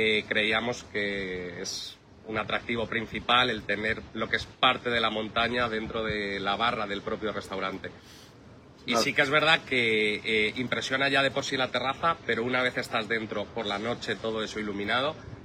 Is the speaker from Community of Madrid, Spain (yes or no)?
yes; Madrid, Community of Madrid, Spain; moved away as an adult; now in Almería, Spain; Yo soy de Madrid, y además soy más madrileño que el Chotis, ¿vale?